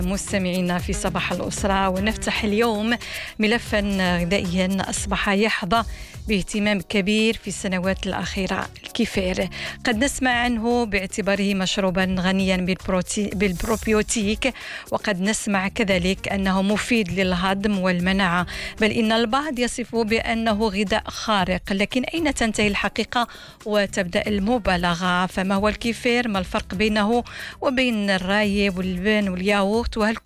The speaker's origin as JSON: {"language": "Arabic", "country": "Morocco", "said": "عندنا في المغرب"}